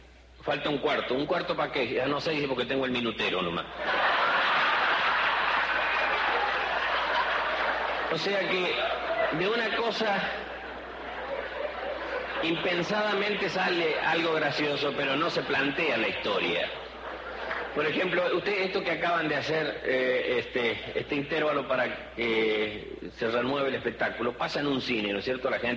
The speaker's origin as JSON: {"language": "Spanish", "region": "Chaco", "country": "Argentina", "said": "ya que no soy yo de Buenos Aires, sino yo soy de una provincia que se llama Chaco, que está en el noreste."}